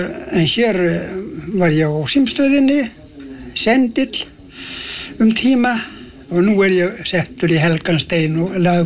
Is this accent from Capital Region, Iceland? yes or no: no; Meðalland, Southern Region, Iceland; now in Vestmannaeyjar, Iceland; Nei. Ég var uppvaxtar án mín þarna eftir í Meðalandi, fór að búa á 1910 í Meðalandinu, flutti þá að Steinsmýri